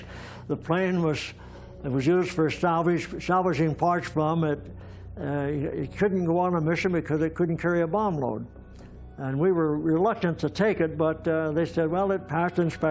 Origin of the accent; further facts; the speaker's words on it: Torrance, California, United States; first language it; English is a second language; also born or lived in New York; I couldn't speak English, so I'm in kindergarten, and the only reason I got to the first grade is because I cheated.